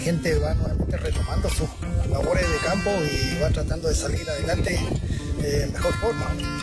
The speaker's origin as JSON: {"language": "Spanish", "region": "Aysén", "country": "Chile", "said": "soy de Baja Ibañez"}